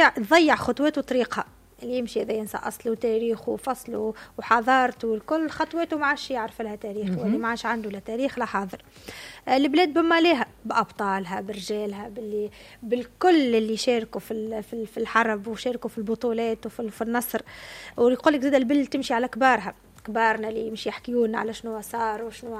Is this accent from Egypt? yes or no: no; Tunisia; في تونس عندنا